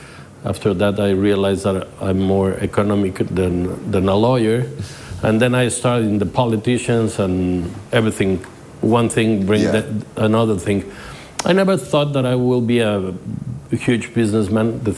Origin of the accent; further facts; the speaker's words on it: Santiago de Querétaro, Querétaro, Mexico; also born or lived in Veracruz; Querétaro, my hometown.